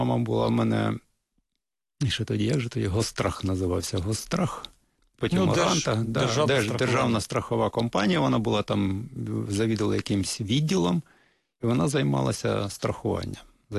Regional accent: Hrebinky, Kyiv Oblast, Ukraine; born there; Народився під Києвом в Гребінках.

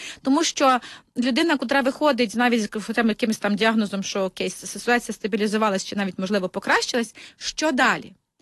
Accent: Kyiv, Ukraine; Ми, mm-hmm. як кияни, виділяємо кошти

